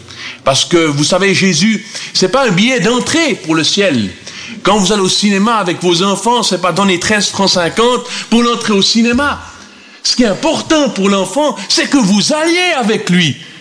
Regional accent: Cortaillod, Neuchâtel, Switzerland; J'ai été élevé en Suisse romande, à Cortaillot, près de Neuchâtel. Mon père vient d'Allemagne, il est depuis 50 ans en Suisse. Ma mère vient de Suisse allemande, j'ai donc été élevé bilingue.

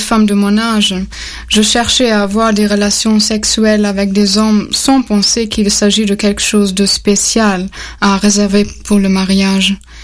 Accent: Germany; moved away; Oui, alors, j'ai grandi en Allemagne dans une famille de tradition protestante.

